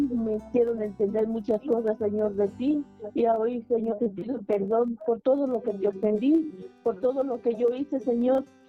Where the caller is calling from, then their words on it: Valle de Bravo, State of Mexico, Mexico; De Valle de Bravo.